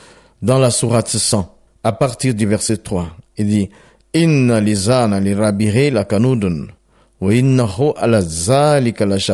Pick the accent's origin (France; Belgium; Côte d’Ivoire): Côte d’Ivoire; je suis originaire de la Côte d'Ivoire.